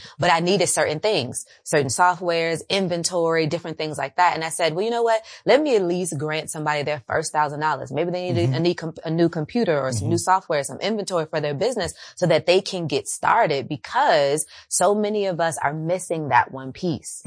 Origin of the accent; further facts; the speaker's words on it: Richmond, Virginia, United States; now in Charlotte, United States; That was in Richmond, my hometown.